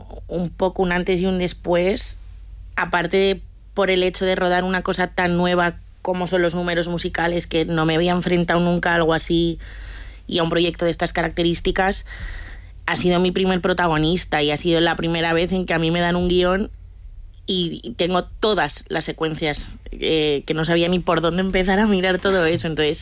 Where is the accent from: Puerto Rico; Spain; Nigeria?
Spain; Jaca, Aragon; Mucho, es que soy aragonesa, entonces no hay nadie más cabezón